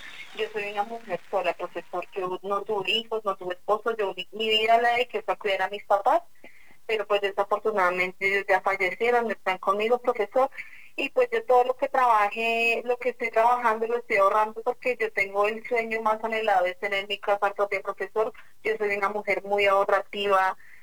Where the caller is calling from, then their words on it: Bogotá, Bogotá D.C., Colombia; le estoy llamando desde Bogotá, del barrio Álamo